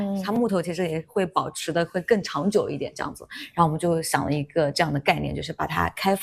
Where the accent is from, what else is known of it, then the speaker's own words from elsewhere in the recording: Anhui, China; moved away as an adult; also born or lived in Shandong / Shanghai; 因为我老家也是这边的嘛，所以就是也很近